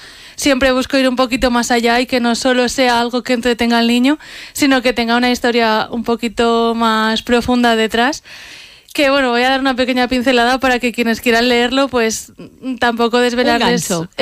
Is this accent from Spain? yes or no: yes; Catalonia, Spain; now in Escucha, Spain; Soy de un pueblecito de Gerona, de la costa. Pero bueno, ya llevo unos añitos aquí y estoy encantada con Teruel y con toda la zona.